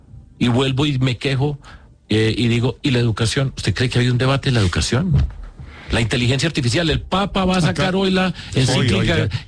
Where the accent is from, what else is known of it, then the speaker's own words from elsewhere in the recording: Antioquia, Colombia; En Antioquia. Mi tierra